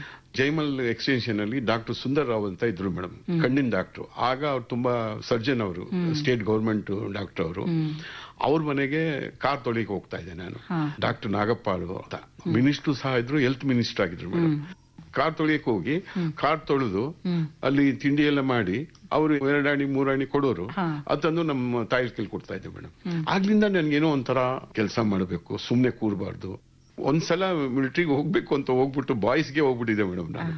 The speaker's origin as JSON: {"language": "Kannada", "town": "Bangalore", "region": "Karnataka", "country": "India", "tie": "born or raised there", "said": "ಮೂಲತಃ ಬೆಂಗಳೂರಿನವ್ರೆ. ನಾನು ಇಲ್ಲೇ ಮೇಡಮ್, ಹೊಸನಗರ ಈಗ ಅಂತಾರೆ, ಅದಕ್ಕೆ ಉಪ್ಪಾರಳ್ಳಿ ಅಂತ ಮೊದ್ಲು ಹೇಳ್ತಾ ಇದ್ರು."}